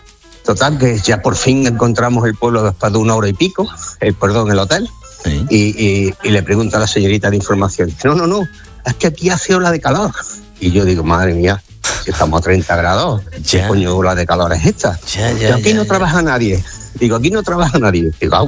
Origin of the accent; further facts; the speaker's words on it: Córdoba, Andalusia, Spain; Y después, otro año, como yo soy de Córdoba, lógicamente, ¿quién no tiene un apartamentito o un pisito en la playita pues, para pa poder irte a Málaga los fines de semana?